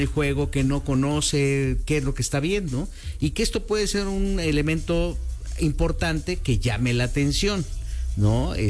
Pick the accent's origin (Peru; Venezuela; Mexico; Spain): Mexico